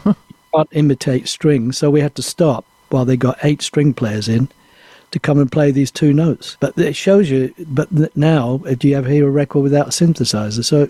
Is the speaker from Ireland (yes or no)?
no; Manchester, North West England, United Kingdom; my first street I was born in Manchester, Cuba Street, in just off the Stretford Road.